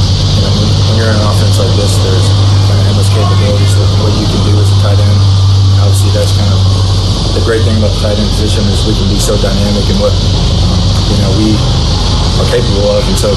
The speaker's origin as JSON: {"language": "English", "region": "Indiana", "country": "United States", "said": "I'm from Indiana, so."}